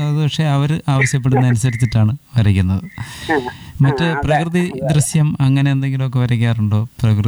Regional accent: Nedumangad, Kerala, India; ഞാൻ ചിത്രകാരനാണ്. നെടുമങ്ങാട് പനയമുട്ടം എന്ന് പറയുന്ന സ്ഥലത്താണ് എന്റെ സ്വദേശം.

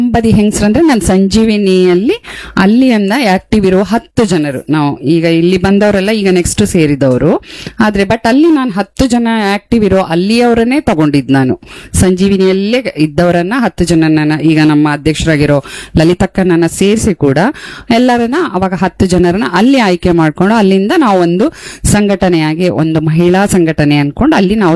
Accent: Raichur, Karnataka, India; moved away as an adult; also born or lived in Byndoor / Brahmavar; now in Kota, India; ನಾವು ಮೂಲತಃ ಬೈಂದೂರವರು. ಹಾ, ನಾವು ಹುಟ್ಟಿ ಬೆಳೆದಿದ್ದೆಲ್ಲ ರಾಯಚೂರು, ಮದುವೆ ಆಗಿ ಬಂದಿದ್ ವಾಪಸ್ ಬೈಂದೂರ್ಗೆ, ಆಮೇಲೆ ಮತ್ತೆ ನಾವು ಇಲ್ಲೇ ಇದ್ದಿದ್ದೀಗ ಕೋಟಕ್ ಬಂದದ್ದು.

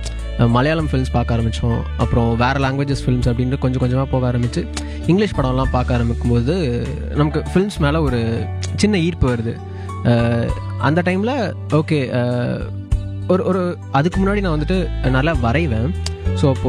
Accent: Tiruppur, Tamil Nadu, India; என்னோட சொந்த ஊர் திருப்பூர். நான் LKG-லேருந்து 12th ஸ்டாண்டர்ட் வரைக்கும் ஒரு சின்ன டவுன்லேயே வளர்ந்ததுனால

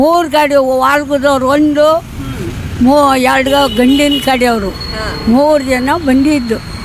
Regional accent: Karnataka, India; ಹುಟ್ಟಿದ್ದು ಬೆಳೆದಿದ್ದು ಇಲ್ಲಿ ಹೊಸಮನೆ 6ನೇ ಕಿರಾಸ್.

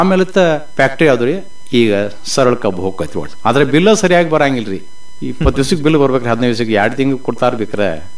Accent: Karnataka, India; now in father's village; ನಮ್ಮ ಊರ ತಪ್ಸಿಕೆ ಮುಣಕುಲ್ರಿ, ಗೋಕಾಕ್ ತಾಲೂಕ ಹಳ್ರಿ ಅರವಾ ವಿಭಾಗ. ನಮ್ಮ ತಾಯಿ ಊರ ಪಟ್ಟುಕುಂದ್ರಿ. ನಾವು ವಿದ್ಯಾ ಕಲಿತದ್ದು ನಮ್ಮ ತಾಯಿ ಊರಾಗ, ಈಗ ನಾವು ಇರುದು ನಮ್ಮ ತಂದೆ ಊರಾಗ.

